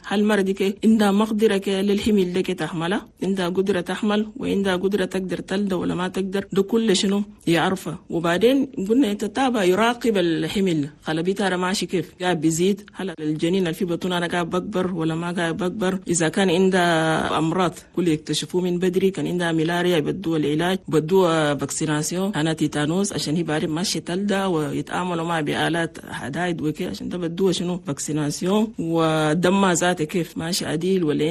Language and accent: Arabic; Chad; لأننا نحن عندنا في تشاد نسبة موت عن الأمهات اللي بموتوا في ولودها كتير مرة واحد